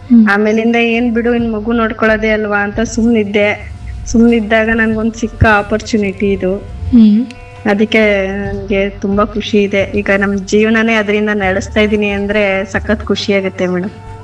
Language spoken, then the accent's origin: Kannada; Anagalli, Karnataka, India; ನಾನು ಮೂಲತಃ ಹಳ್ಳಿಯವಳೇನೆ, ಅನಗಳ್ಳಿ ಅಂತ ನಮ್ದು, ಮೈಸೂರು ತಾಲೂಕು ಜಯಪುರ ಹೋಬಳಿ.